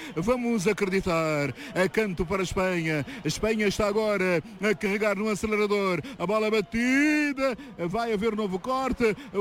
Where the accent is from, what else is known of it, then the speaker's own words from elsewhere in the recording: Cape Verde; somos de Cabo Verde